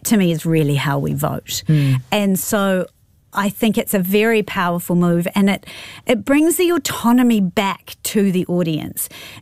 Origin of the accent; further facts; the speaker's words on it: New Zealand; who you are as a New Zealander